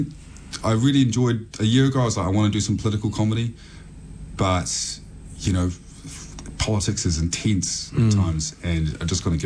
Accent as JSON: {"language": "English", "country": "New Zealand", "tie": "born or raised there", "said": "So there are those, but yeah, as growing up in New Zealand, I was always a massive fan of … things like that."}